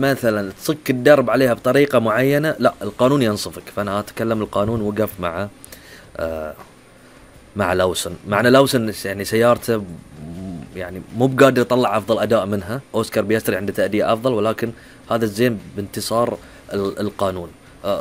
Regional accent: Bahrain; عندنا في البحرين والخليج وعندنا في الوطن العربي

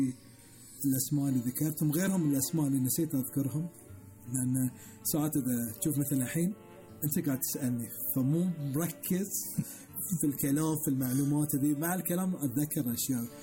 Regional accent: Bahrain; بس أنا أقول لك إحنا كبحرينيين نقدر نوصل

